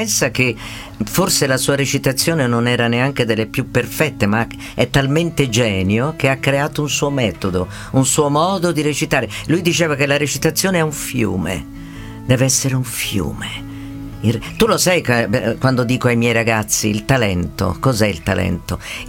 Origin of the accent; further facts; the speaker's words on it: Tuscany, Italy; A noi ci dispiace perché siamo toscani.